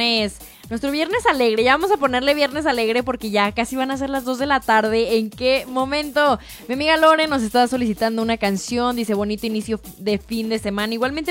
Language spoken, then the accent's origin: Spanish; Mexico; somos mexas, somos mexicanos